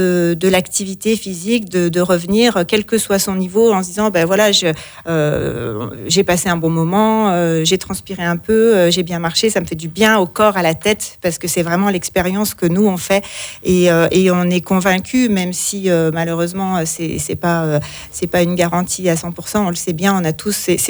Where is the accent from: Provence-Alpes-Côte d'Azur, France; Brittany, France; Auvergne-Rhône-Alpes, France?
Auvergne-Rhône-Alpes, France; Saint-Genès-Malifaux; puisqu'on est originaire de Saint-Genès-Malifaux.